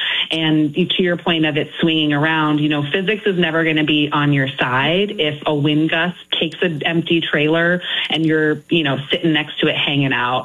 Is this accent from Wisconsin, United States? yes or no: no; Los Angeles, California, United States; now in Chicago, United States; So I grew up in Los Angeles, headed over to Chicago. My husband's from the area, been here for the last 14 years.